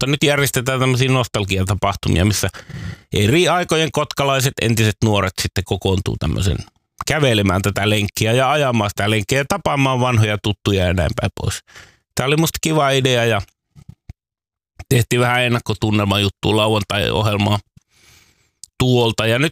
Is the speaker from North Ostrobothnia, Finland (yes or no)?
yes; Raahe, North Ostrobothnia, Finland; Raahesta, josta itse olen kotoisin, niin muistan hyvin, että kävelykatuahan sitä käveltiin.